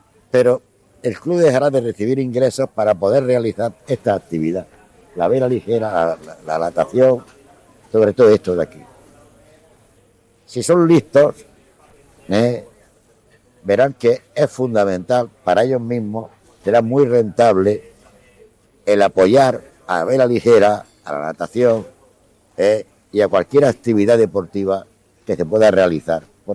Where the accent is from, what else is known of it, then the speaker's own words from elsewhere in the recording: Motril, Andalusia, Spain; Pues bueno, porque soy un motrileño, que nací en Motril, en la calle Canteras, en el año 1941, que he vivido en Motril siempre, prácticamente, siempre he vivido en Motril